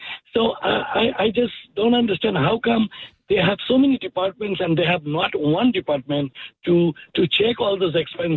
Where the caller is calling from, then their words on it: North York, Ontario, Canada; North York.